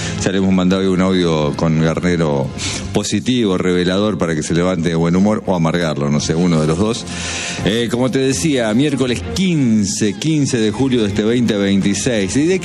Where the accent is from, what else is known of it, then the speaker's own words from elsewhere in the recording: Argentina; porque así lo decretamos y porque somos argentinos.